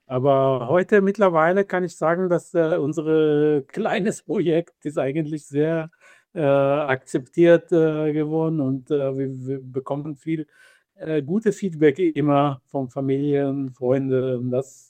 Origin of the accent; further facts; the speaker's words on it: Israel; first language Hebrew; German is a second language; moved away; Also der Name stammt aus hebräischer Sprache. Das ist eigentlich meine Muttersprache. Ich komme ursprünglich aus Israel.